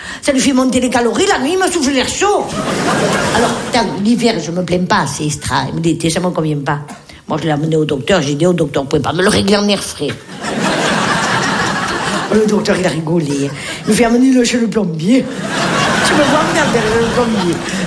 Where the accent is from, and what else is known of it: Nice, Provence-Alpes-Côte d'Azur, France